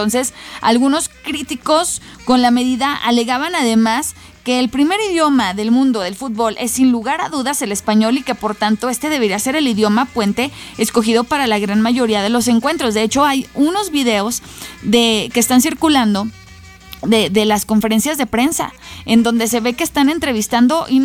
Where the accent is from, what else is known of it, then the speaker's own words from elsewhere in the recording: Mexico; no todos los mexicanos hablamos al 100% inglés